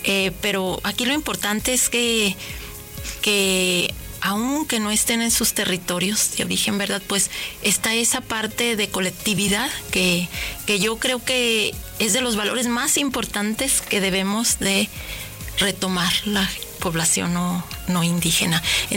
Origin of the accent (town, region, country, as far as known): Mexico